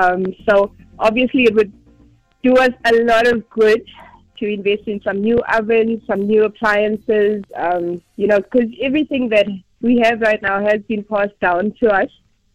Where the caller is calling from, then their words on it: Pietermaritzburg, KwaZulu-Natal, South Africa; I'm from Pietermaritzburg.